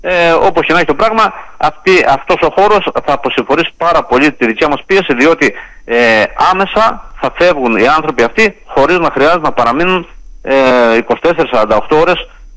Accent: Greece; Είμαστε Έλληνες, είμαστε χριστιανοί

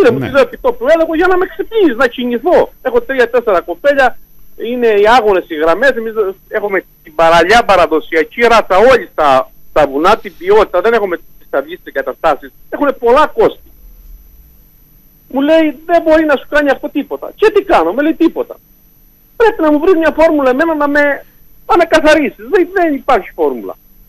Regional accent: Crete, Greece; born there; είμαι από το Μαχητριά, από τα Στερούσια Όρη.

